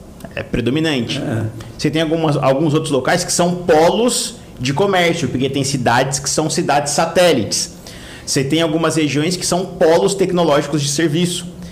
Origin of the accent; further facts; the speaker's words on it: São Paulo, Brazil; moved away as an adult; now in Morungaba, Brazil; Então, nasci e cresci na Penha.